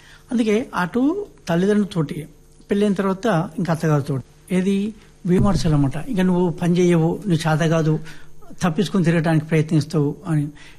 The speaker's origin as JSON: {"language": "Telugu", "town": "Shahrajipet", "region": "Telangana", "country": "India", "tie": "born or raised there", "said": "నా సొంత ఊరు పూర్వం నల్లగొండ జిల్లా ఆలేరు మండలం షారాజీపేట."}